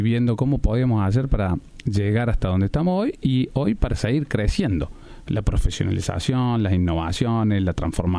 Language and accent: Spanish; Córdoba, Argentina; born there; tuvo un montón de cosas aquí en Córdoba, porque nosotros nacimos en Córdoba